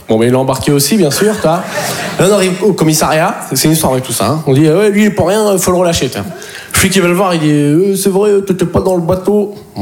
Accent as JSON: {"language": "French", "town": "Poitiers", "region": "Nouvelle-Aquitaine", "country": "France"}